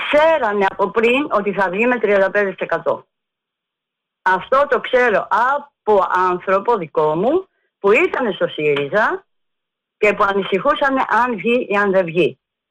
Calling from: Greece; Και σαν Ελληνίδα

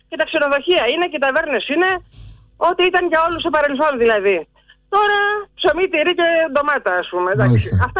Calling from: Central Greece, Greece; από Εύβοια.

